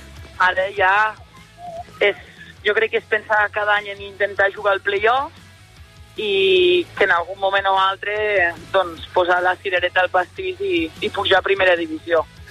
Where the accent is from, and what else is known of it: Catalonia, Spain